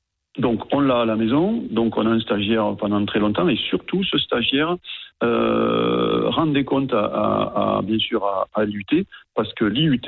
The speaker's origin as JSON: {"language": "French", "town": "Vienne", "region": "Auvergne-Rhône-Alpes", "country": "France", "tie": "born or raised there", "said": "Je suis natif de Vienne, donc je suis très très sensible à ça."}